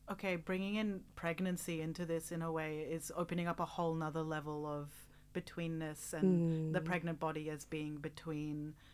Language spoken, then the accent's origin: English; Australia; both of my parents are Indian and I grew up in Australia